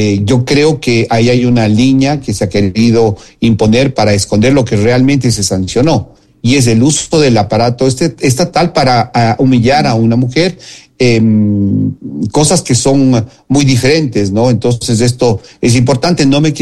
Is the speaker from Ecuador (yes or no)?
yes; Ecuador